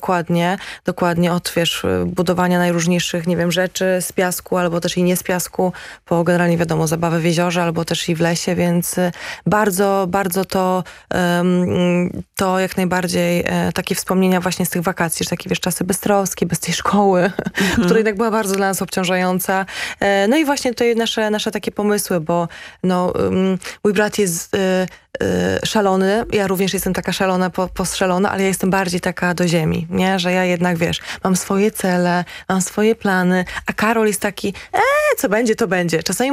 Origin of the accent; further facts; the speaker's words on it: Gdańsk, Pomeranian Voivodeship, Poland; Ja w ogóle jestem z Gdańska